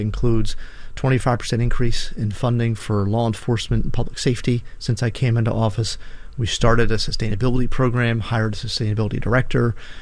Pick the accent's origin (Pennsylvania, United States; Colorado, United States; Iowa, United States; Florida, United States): Pennsylvania, United States; I am born and raised in Bucks County. I've never lived anywhere else